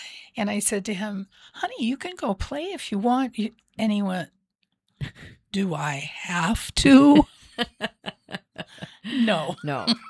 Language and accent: English; Missouri, United States; Not originally. I grew up in Missouri.